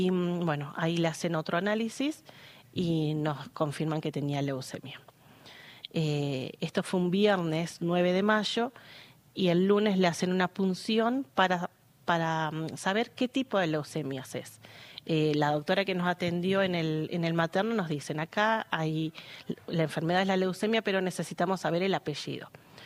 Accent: Tierra del Fuego, Argentina; nosotros somos de Tierra del Fuego.

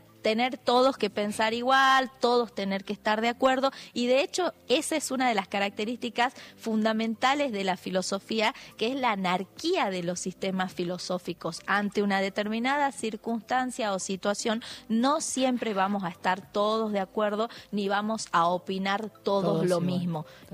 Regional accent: Argentina; Y sí, somos todos argentinos

